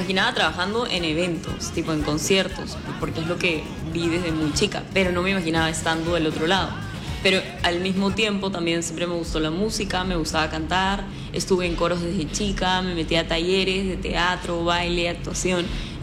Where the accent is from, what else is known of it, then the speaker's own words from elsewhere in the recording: Peru; El apellido es italiano, yo soy peruana, uh-huh. Pero digamos que tengo familia italiana.